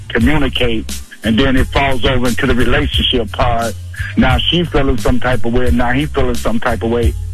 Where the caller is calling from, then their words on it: Coon Rapids, Minnesota, United States; I'm calling from Coon Rapids.